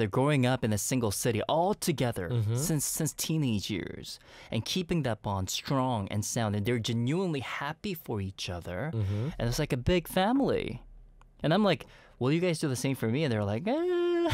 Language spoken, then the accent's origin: English; Montreal, Quebec, Canada; now in South Korea; So I was raised in Montreal